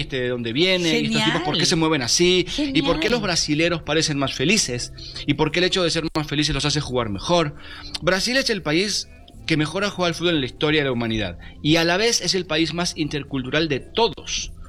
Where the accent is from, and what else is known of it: Argentina